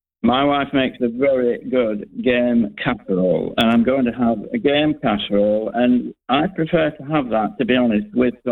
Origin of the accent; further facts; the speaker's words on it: Oldham, North West England, United Kingdom; also born or lived in Somerset / Northampton; now in Farthingstone, United Kingdom; No, I'm from Oldham in Lancashire.